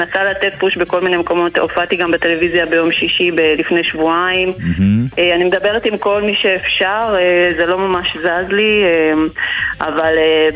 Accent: Rishon LeZion, Central District, Israel; אני לא קיבוץ נקית במקור, אני באה מהמרכז, עברנו מראשון ב-2020, שנת 2020, ולגלות את הצפונים זה פשוט חוויה.

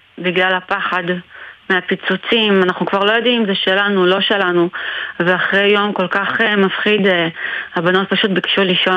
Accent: Ma'alot-Tarshiha, Northern District, Israel; אני ממעלות.

